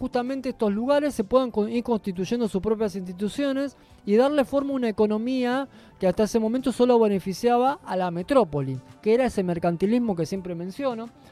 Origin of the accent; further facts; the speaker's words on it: Argentina; nosotros como argentinos